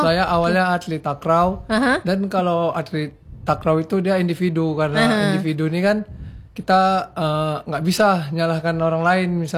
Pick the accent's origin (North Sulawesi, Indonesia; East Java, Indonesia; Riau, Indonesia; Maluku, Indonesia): North Sulawesi, Indonesia; Manado; Kalau saya dari Manado.